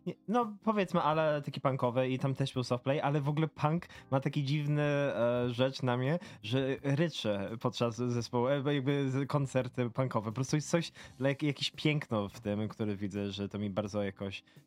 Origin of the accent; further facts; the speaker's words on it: England, United Kingdom; moved away; bo ja się wychowałem w Anglii